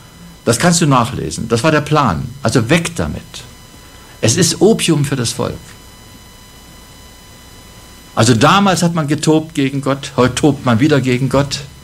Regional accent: Jena, Thuringia, Germany; moved away as an adult; also born or lived in Leipzig; in meiner Nähe gibt es die Saaletalsperren, wo ich aufgewachsen bin in Jena

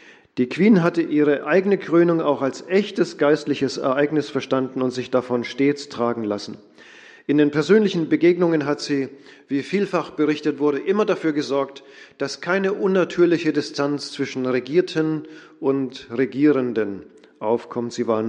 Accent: Germany; Man spürt als Deutscher, wenn man dort ist, was wir nicht haben.

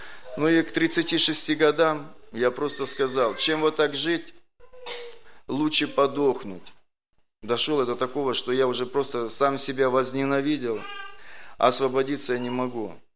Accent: Georgievka, Kazakhstan; born there; also born or lived in Ivanovka, Kyrgyzstan; В 73-м году мы переехали в Казахстан, в село Георгиевка.

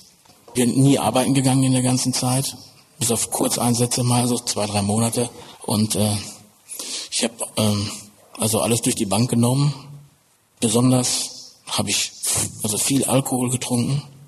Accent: North Rhine-Westphalia, Germany; born or raised there

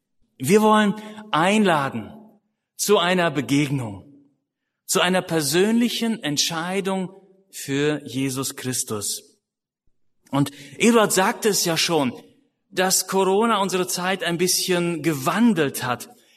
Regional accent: Germany; wir als Deutsche und als Europäer

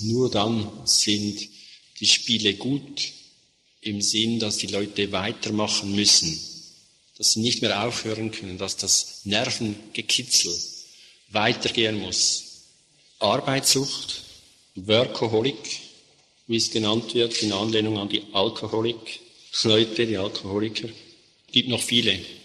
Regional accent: Switzerland; Bei uns in der Schweiz gibt es eine ganze Palette, hier wahrscheinlich auch, oder?

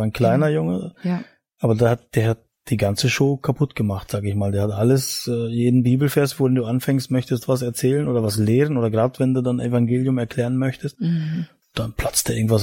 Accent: East Germany, Germany

